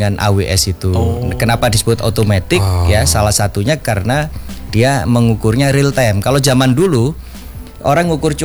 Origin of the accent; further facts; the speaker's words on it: East Java, Indonesia; di kampung halaman saya aja, namanya di Kabupaten Malang